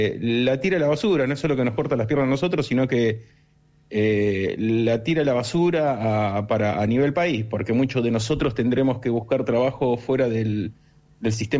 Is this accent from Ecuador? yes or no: no; Buenos Aires, Argentina; moved away as an adult; now in Puerto Madryn, Argentina; soy de Buenos Aires, me vine acá a Madryn, a Puerto Madryn, hace 3 años con el doctorado.